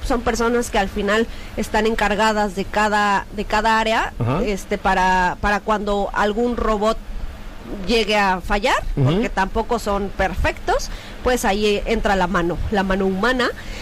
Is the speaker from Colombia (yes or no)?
no; Mexico; Me estaría interesante, pero por lo que sé, como mexicanos, está complicado que nos den una licencia para poder manejar allá.